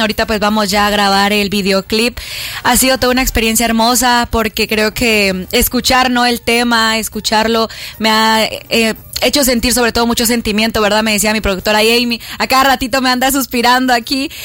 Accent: Guatemala; yo súper encantada y orgullosa de poder representar a Guatemala

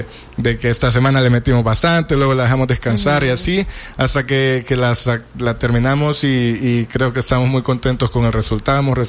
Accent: San Miguel, El Salvador; soy DJ y productor de música electrónica salvadoreño, soy proveniente de San Miguel.

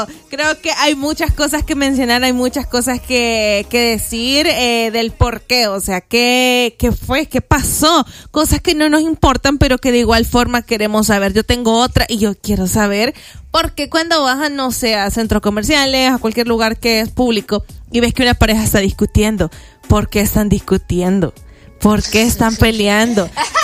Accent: El Salvador; uno como salvadoreño

